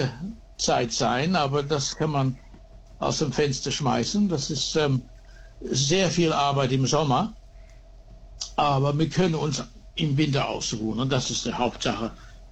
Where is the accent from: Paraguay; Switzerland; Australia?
Australia; Adelaide, South Australia; moved away as an adult; Und Australien habe ich das besser gefunden, weil ich hier aufgewachsen bin.